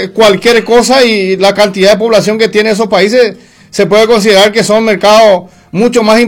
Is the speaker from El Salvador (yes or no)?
no; Paraguay; diferenciar de los que nosotros necesitamos como paraguayos, de tener empresas que puedan invertir en nuestro distrito